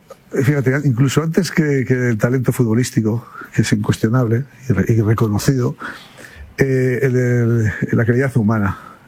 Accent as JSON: {"language": "Spanish", "country": "Spain", "said": "No, pues nosotros somos los 26 españoles, eran los 26 y son los 26 españoles, que eso es lo que nos da mucha fortaleza."}